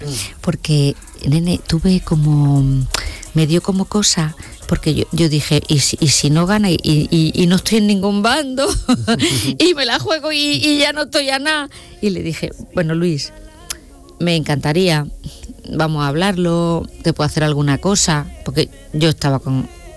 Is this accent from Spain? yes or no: yes; Spain; now in Dominican Republic; la españolita, que es como me llaman